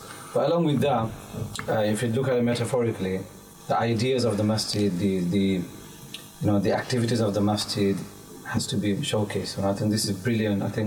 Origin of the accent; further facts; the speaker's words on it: Luton, East of England, United Kingdom; I was brought up in Luton, started our very basics in Masjid Nur.